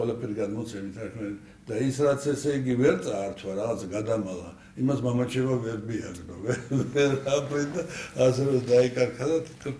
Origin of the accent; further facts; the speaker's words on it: Guria, Georgia; მეც გამოვედი მე გურული იმიტომ რომ გამზარდეს იქ.